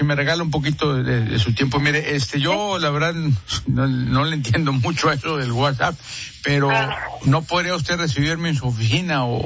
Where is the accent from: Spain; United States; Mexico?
Mexico; San Nicolás de los Garza, Nuevo León; Yo soy de San Nicolás, mi hija es de Apodaca, ¿verdad?